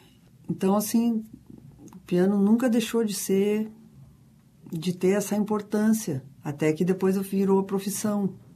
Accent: Nova Prata, Rio Grande do Sul, Brazil; also born or lived in Caxias do Sul / Porto Alegre; Aí, eu sou de Nova Prata.

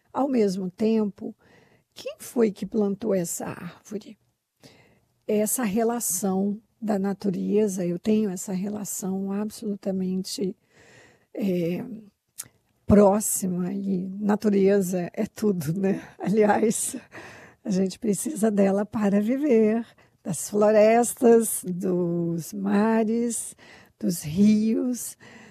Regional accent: São Paulo, Brazil; eu cresci em São Paulo na década de 70, mas por incrível que pareça, São Paulo ainda é uma cidade muito arborizada, e na época era muito mais.

